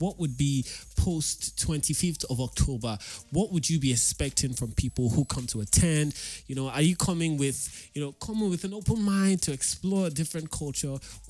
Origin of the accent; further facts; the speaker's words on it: Cross River, Nigeria; I'm actually from Cross River State.